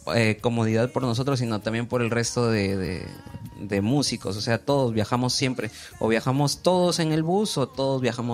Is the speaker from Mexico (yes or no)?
no; Chiclayo, Lambayeque, Peru; born there